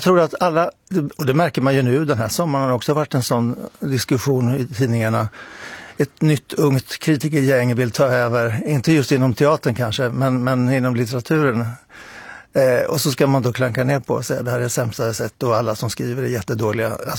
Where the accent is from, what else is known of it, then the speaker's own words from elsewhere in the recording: Linköping, Östergötland, Sweden; Men jag kommer ju från Linköping och där så jag uppfostrades på Östgöta teatern.